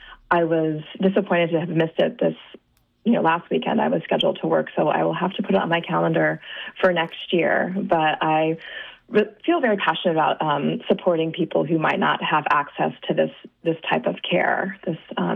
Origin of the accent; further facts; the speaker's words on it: Fairfax, Virginia, United States; moved away as an adult; now in West Virginia, United States; I am a Fairfax, born and raised in Fairfax